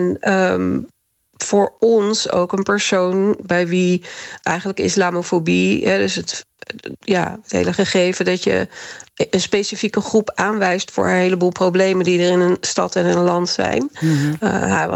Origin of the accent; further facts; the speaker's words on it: Rotterdam, South Holland, Netherlands; ik kom zelf uit Rotterdam-West, of ik woon in Rotterdam-West, en vlakbij waar Fortuin woonde.